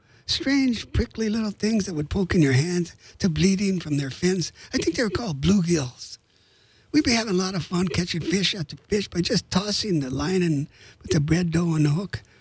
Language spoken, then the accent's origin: English; Los Angeles, California, United States; I wrote this book about growing up in East L.A.